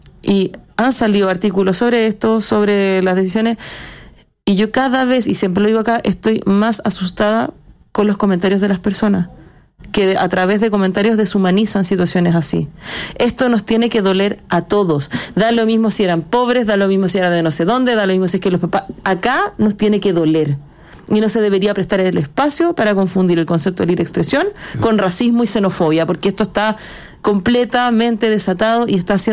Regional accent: Chile; nosotros como chilenos

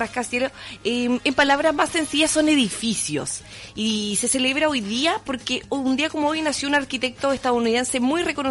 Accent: Chiloé, Los Lagos, Chile; also born or lived in Osorno; yo soy bien pechoña, soy de Chiloé, entonces me gusta rezar en la mañana.

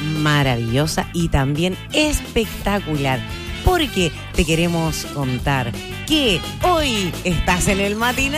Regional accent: Chile; reganadores nosotros los chilenos, obvio. ¿En qué somos campeones los chilenos?

